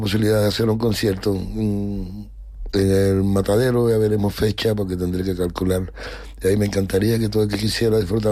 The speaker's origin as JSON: {"language": "Spanish", "country": "Cuba", "moved": "yes", "lives_now": "Madrid, Spain", "said": "Están desatados, como decimos en Cuba, por las nubes."}